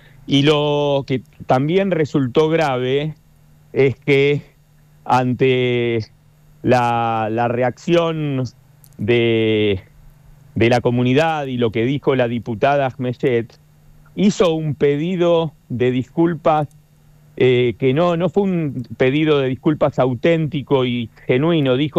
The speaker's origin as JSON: {"language": "Spanish", "country": "Argentina", "said": "nosotros somos argentinos y profesamos la religión judía"}